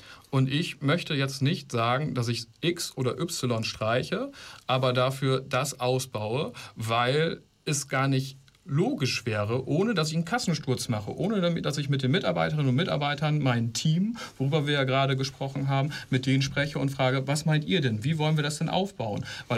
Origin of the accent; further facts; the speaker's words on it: Ihlow, Lower Saxony, Germany; Ich komme zum Beispiel aus der Gemeinde Ilo, wo ich politisch groß geworden bin, wo es der Gemeinde wirklich finanziell dreckig ging. Es war eine reiche Gemeinde.